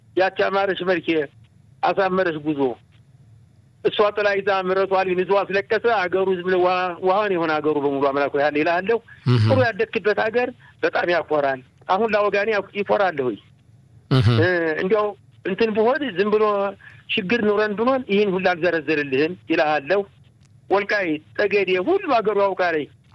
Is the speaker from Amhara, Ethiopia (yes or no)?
yes; Gondar, Amhara, Ethiopia; አሁንማ ገና ጎንደር ግባ ስል እንትን ቢልኮን ውጣ ስል እንዲያው ወዴ ተሸበረ ያደኩበት ሀገር ነው ጎንደር